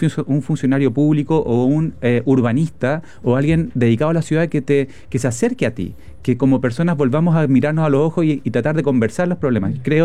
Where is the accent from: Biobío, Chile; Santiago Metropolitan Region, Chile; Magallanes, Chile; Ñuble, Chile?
Santiago Metropolitan Region, Chile; Santiago; also born or lived in London / Germany / Brazil